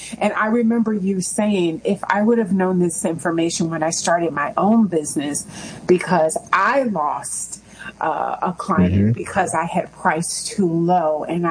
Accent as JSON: {"language": "English", "town": "Orlando", "region": "Florida", "country": "United States", "tie": "born or raised there", "said": "Yeah, so I am actually from Central Florida, right there in Orlando is where I grew up, and definitely enjoyed being there."}